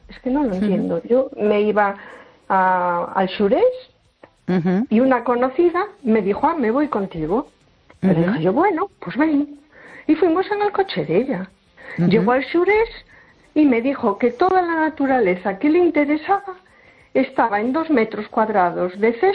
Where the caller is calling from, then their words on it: A Coruña, Galicia, Spain; de Coruña.